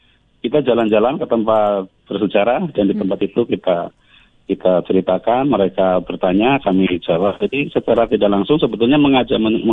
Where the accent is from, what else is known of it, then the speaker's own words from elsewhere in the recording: Banyumas, Central Java, Indonesia; karakter-karakter leluhur kami di Banyumas